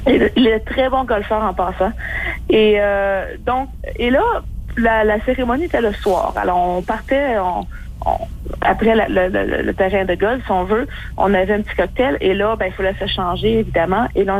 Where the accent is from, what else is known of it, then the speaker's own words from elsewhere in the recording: Quebec, Canada; j'ai quand même passé 20 ans de ma vie ici. Bien sûr, je viens du Québec.